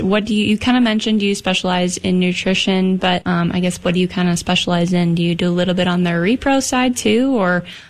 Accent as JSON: {"language": "English", "region": "Nebraska", "country": "United States", "tie": "born or raised there", "moved": "yes", "lives_now": "South Dakota, United States", "said": "I feel like I grew up in Nebraska"}